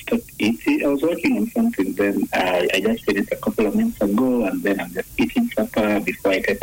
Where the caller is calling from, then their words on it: Kenya; I'm a Kenyan, by the way. Being a Kenyan, I guess, you know, we eat a lot of posho.